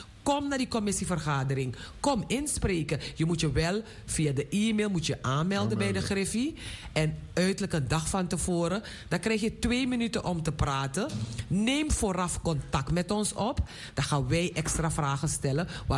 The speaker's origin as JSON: {"language": "Dutch", "country": "Suriname", "said": "Want wij zijn ook uit Suriname gekomen."}